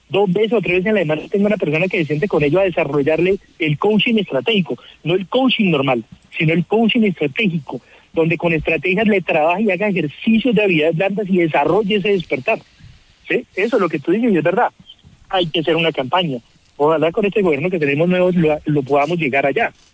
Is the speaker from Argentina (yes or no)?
no; Cali, Valle del Cauca, Colombia; Mira, y amo mi Cali, también soy de Cali